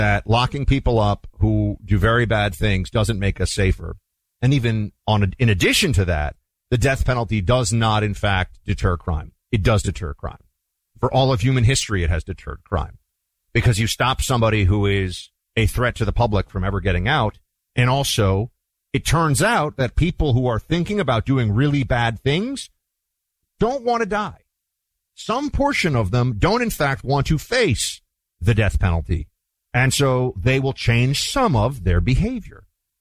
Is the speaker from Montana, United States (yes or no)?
no; New York City, New York, United States; This is a Democrat who could very well win a congressional seat in New York City, my hometown.